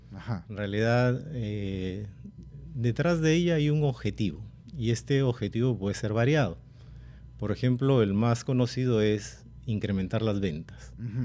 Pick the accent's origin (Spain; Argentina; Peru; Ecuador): Peru; Talara, Piura; Mi tierra. Soy nacido en Talara, Piura.